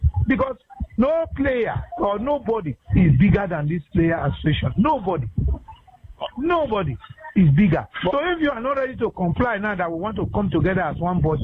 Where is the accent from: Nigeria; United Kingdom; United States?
Nigeria